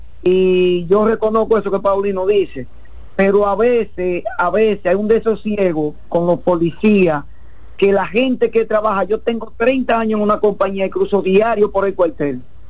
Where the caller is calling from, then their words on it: Navarrete, Santiago, Dominican Republic; Yo soy aquí de Navarrete.